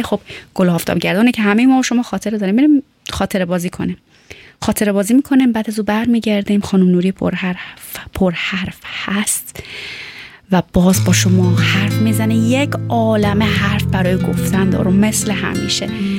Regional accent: Tehran, Tehran Province, Iran; moved away; همیشه گفتم متولد ایران هستم، خود در کوچه پس کوچه های تهران میدیدم

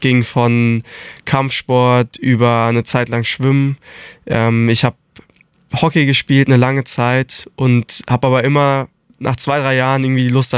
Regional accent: Darmstadt, Hesse, Germany; Ich komme hier aus Darmstadt und ich bin Radsportler.

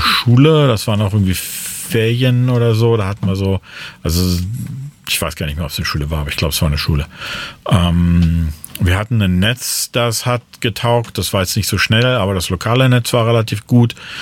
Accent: Braunschweig, Lower Saxony, Germany; also born or lived in Darmstadt; ich bin halt aus Braunschweig hergekommen, da war noch nicht viel los. Und ich habe halt ein paar Jahre in Darmstadt studiert

